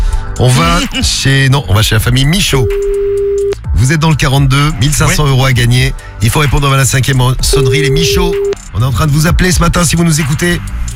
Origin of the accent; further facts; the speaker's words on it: Firminy, Auvergne-Rhône-Alpes, France; born there; Tu sais que c'est la ville où je suis né, à Firminy.